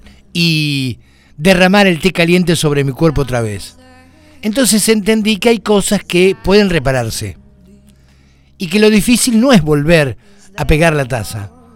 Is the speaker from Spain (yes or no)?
no; Argentina; Los argentinos somos esto, somos sangre, somos corazón, somos sentimiento puro.